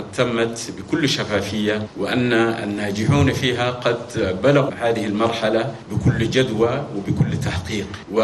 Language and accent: Arabic; Chad; ومن أجل إصلاح القضاء في بلدنا تشاد.